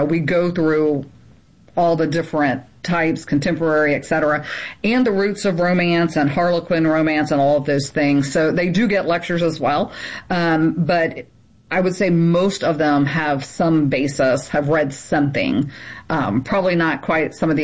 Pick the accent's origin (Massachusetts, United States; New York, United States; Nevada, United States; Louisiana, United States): Louisiana, United States; I came from an extremely open background, which is really odd considering I'm from Deep South Louisiana